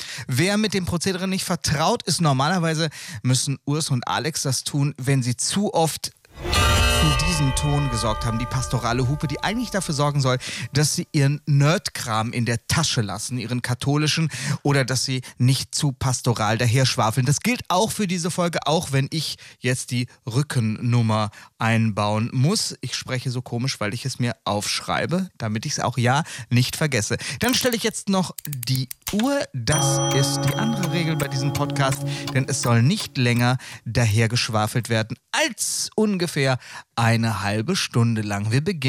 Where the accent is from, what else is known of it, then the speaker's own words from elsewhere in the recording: Selm, North Rhine-Westphalia, Germany; also born or lived in Dortmund; Ja, also ich bin in Selm aufgewachsen. Ich bin in Dortmund geboren, aber dann mit 3 Monaten schon Land verschleppt worden.